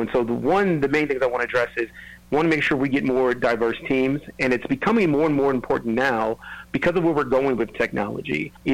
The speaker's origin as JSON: {"language": "English", "region": "California", "country": "United States", "tie": "born or raised there", "moved": "as an adult", "said": "growing up in California."}